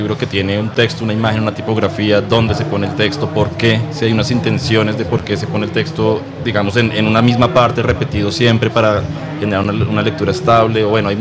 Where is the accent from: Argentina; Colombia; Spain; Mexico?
Colombia